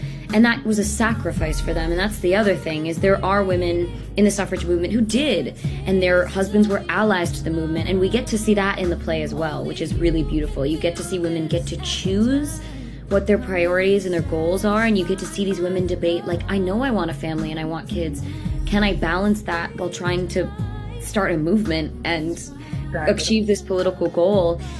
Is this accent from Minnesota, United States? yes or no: yes; Minneapolis, Minnesota, United States; moved away as an adult; I grew up in Minnesota, and so being in high school in 2020 in Minneapolis